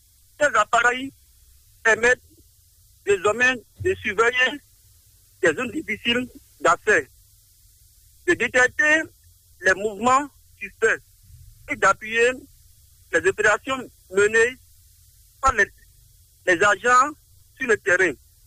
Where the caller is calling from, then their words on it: Cotonou, Littoral, Benin; Je vous appelle depuis Kadi, à Cotonou.